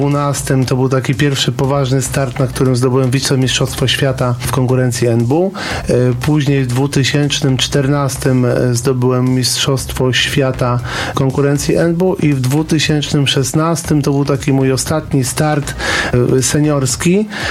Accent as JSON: {"language": "Polish", "town": "Zamość", "region": "Lublin Voivodeship", "country": "Poland", "tie": "born or raised there", "moved": "yes", "lives_now": "Płock, Poland", "said": "ponieważ jestem z Zamościa"}